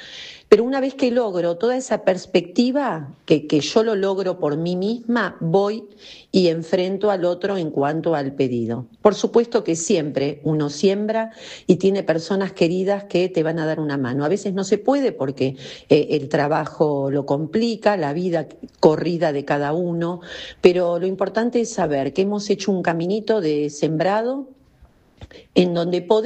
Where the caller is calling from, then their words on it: Buenos Aires, Argentina; de Parque Avellaneda.